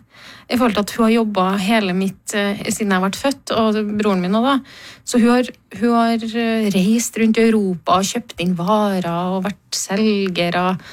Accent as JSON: {"language": "Norwegian", "town": "Trondheim", "region": "Trøndelag", "country": "Norway", "also_born_or_lived": "Oslo"}